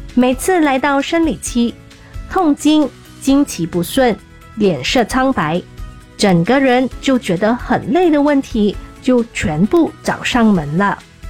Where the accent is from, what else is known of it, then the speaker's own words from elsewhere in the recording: Malaysia; 我们大马人对斑斓叶太熟悉了，